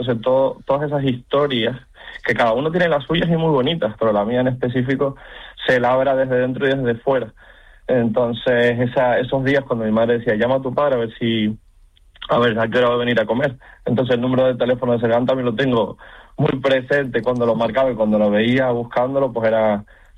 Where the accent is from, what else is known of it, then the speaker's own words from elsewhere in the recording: Canary Islands, Spain; Aparte de que me considero un canario completo, o sea, miro por y para Canarias en todo